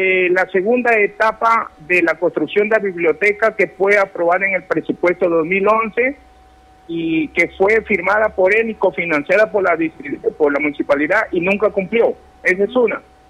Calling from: Peru; Le hablo de Pueblo Joven Federico Villarreal.

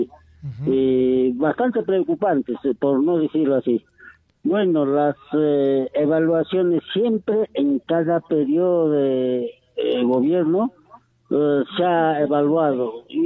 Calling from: Cabanilla, Puno, Peru; Voy a llamar del distrito Cabanilla, provincia Lampa.

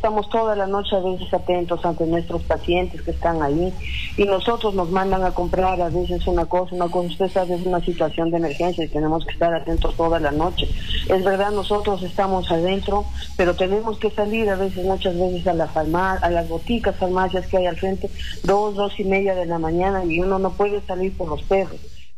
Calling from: Cajamarca, Peru

